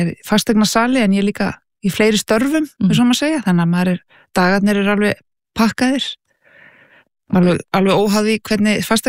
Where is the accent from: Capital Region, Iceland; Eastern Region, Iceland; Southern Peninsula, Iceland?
Capital Region, Iceland; Reykjavík; born or raised there